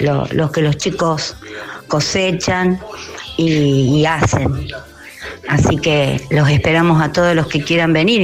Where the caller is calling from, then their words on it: Ricardone, Santa Fe, Argentina; que vengan a conocer nuestra agro acá en Ricardone.